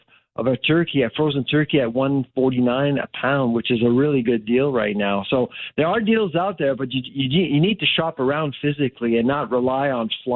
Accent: Halifax, Nova Scotia, Canada; Of course, I'm from Halifax, so obviously very few people will celebrate Thanksgiving eating lobster

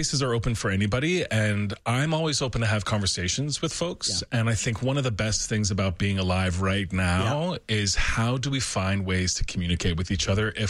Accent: Newfoundland and Labrador, Canada; So with the cookies, you know, I wanted my stores to feel like you're going to Nan's home. Yeah. I'm from Newfoundland.

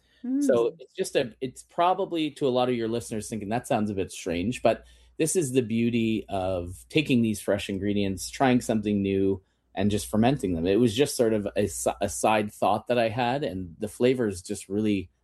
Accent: Kitchener, Ontario, Canada; I mean, I grew up in Kitchener and our next door neighbor had a big asparagus patch and would bring us bunches by the handful.

